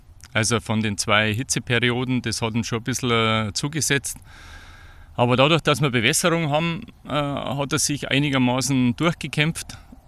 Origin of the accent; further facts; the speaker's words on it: Bavaria, Germany; moved away as an adult; Ja, ich komme ursprünglich aus der Hallertau. Das liegt zwischen Ingolstadt und München.